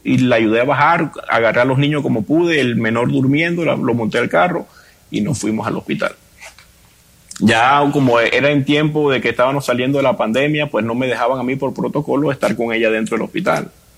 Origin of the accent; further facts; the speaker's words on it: La Guajira, Colombia; Somos de Colombia, sí, señor.